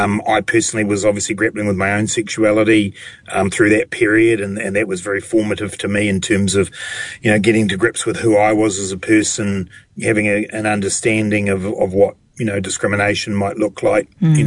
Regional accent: Dunedin, Otago, New Zealand; for me, and indeed for my brothers, the growing up in Dunedin in the 80s

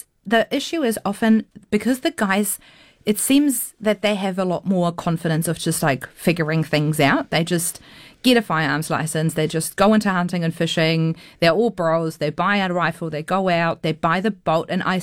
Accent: Germany; moved away as an adult; now in New Zealand; I'm originally from Germany. I came in 2012 to New Zealand

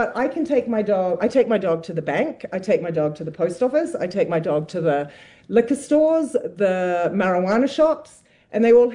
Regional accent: New Zealand; moved away as an adult; now in Banff, Canada; So now I class myself as a Kiwi-adian.

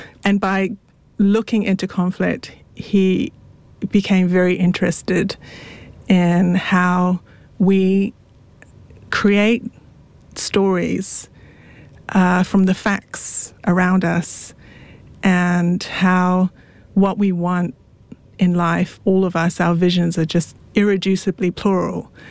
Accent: Tonga; born there; moved away; I was born in Tonga

